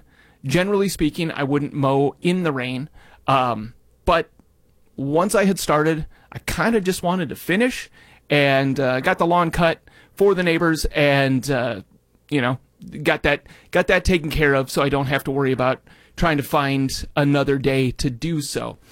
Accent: Minnesota, United States; born there; my home state, the state of Minnesota

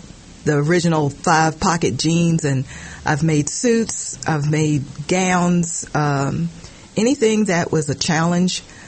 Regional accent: Henry County, Kentucky, United States; also born or lived in Louisville, Kentucky / Oldham County, Kentucky; Well, although I was born in Louisville, my family moved to Oldham County, and I was there for a little while, maybe a year or two, and then we finally settled on an 80-acre farm in Henry County, where we raised cows, chickens, goats, sheep, dogs, cats.

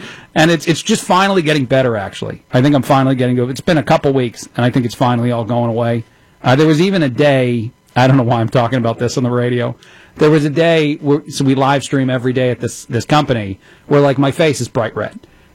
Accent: East Coast, United States; I love get a load of this guy, but I'm from the East Coast. I feel like that's an East Coast thing, not a white guy thing, but who knows.

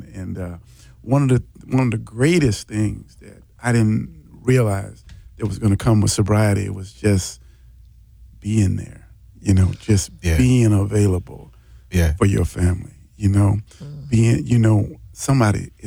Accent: Chicago, Illinois, United States; now in Milwaukee, United States; And I remember a time when I was up here in Milwaukee, I'm originally from Chicago, that I went back home

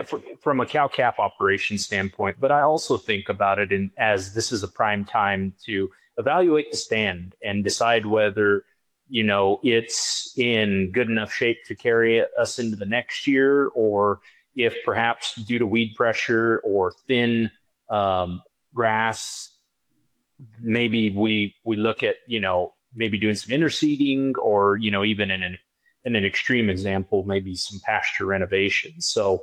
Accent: New Mexico, United States; I'm from New Mexico, so I'll always refer back to it.

